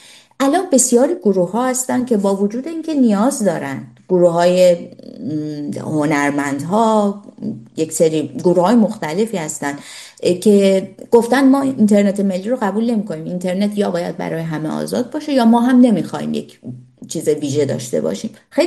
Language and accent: Persian; Iran; moved away; همه مایی که بیرون از ایران هستیم